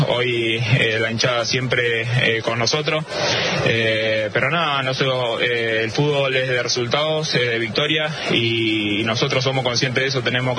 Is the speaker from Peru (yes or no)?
no; Argentina; soy un argentino más que va a alentar por ellos